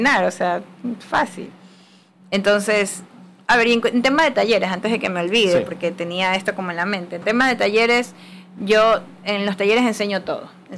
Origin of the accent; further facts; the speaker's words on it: Milagro, Guayas, Ecuador; yo soy de Milagro, de la ciudad de Milagro, donde es el lugar de las plantas, digo yo.